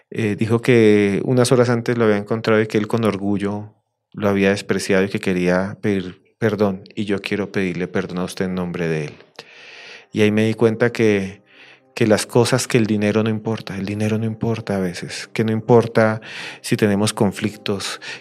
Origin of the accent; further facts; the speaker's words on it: Bogotá, Bogotá Capital District, Colombia; Hace algunos años estaba yo caminando por Bogotá, yo soy de Bogotá, y caminaba por la calle